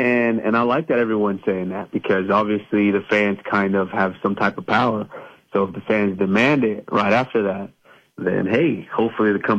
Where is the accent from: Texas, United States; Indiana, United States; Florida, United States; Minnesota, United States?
Texas, United States; Arlington; I'm right across from the Red River, so I grew up in Arlington, Texas.